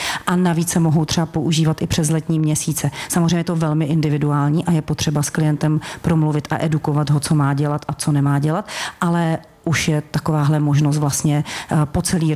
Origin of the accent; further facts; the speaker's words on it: Karlovy Vary, Karlovy Vary Region, Czechia; moved away; jsem z Karlových Varů